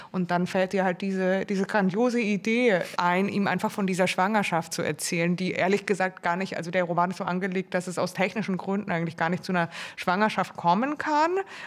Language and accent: German; Munich, Bavaria, Germany; Ich bin ja aus München